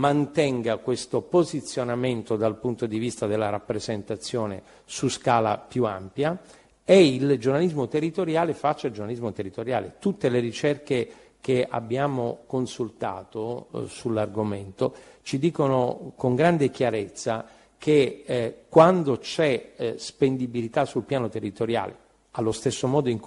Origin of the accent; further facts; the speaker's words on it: Apulia, Italy; moved away as an adult; now in Rome, Italy; qui in gran parte siamo meridionali, siamo pugliesi.